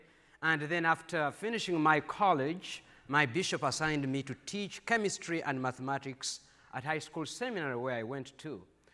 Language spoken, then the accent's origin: English; Uganda; I come from Uganda